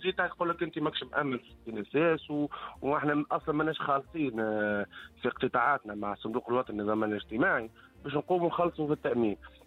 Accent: Tunisia; ومن حقي اني يعني نخدم في بلادي

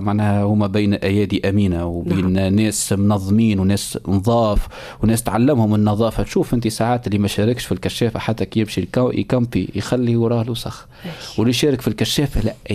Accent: Sahel, Tunisia; لاحظ هنا في الصين وكل شيء باعتبار اني من الساحل، راح لاحظ انه في الصيف راهو برشا شباب في اطار جمعيات يلموا بعضهم وينظفوا.

